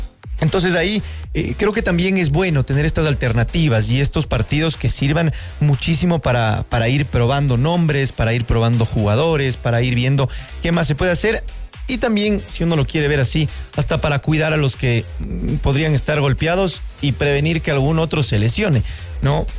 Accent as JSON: {"language": "Spanish", "country": "Ecuador", "said": "todos somos ecuatorianos."}